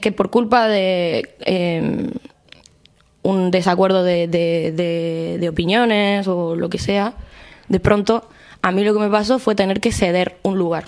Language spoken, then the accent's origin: Spanish; Córdoba, Argentina; En mi caso, yo vengo de Córdoba capital.